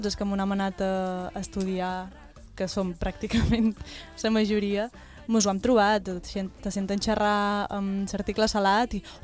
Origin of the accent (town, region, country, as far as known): Menorca, Balearic Islands, Spain; accent: article salat